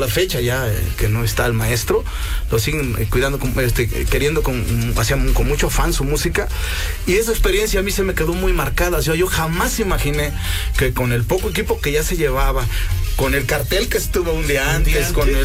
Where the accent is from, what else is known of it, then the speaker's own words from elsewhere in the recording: San Sebastián Villanueva, Puebla, Mexico; Entonces un día llegan los casinos a tocar de donde yo soy, San Sebastián Villanueva, la tierra de la tuna y el nopal.